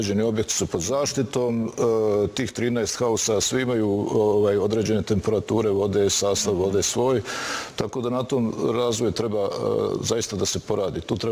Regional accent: Banja Luka, Republika Srpska, Bosnia & Herzegovina; ja sam odrastao i rođen u Banja Luci, tako da je to za mene bio i ostaće Šeher.

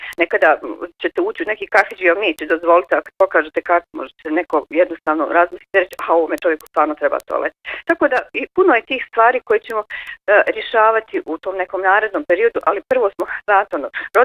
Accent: Bosnia & Herzegovina; samo kod nas u Bosni i Hercegovini postoji.

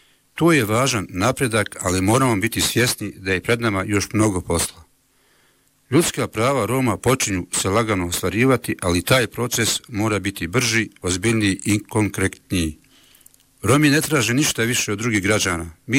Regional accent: Donja Orahovica, Federation of Bosnia and Herzegovina, Bosnia & Herzegovina; dolazim iz Donje Orhovice

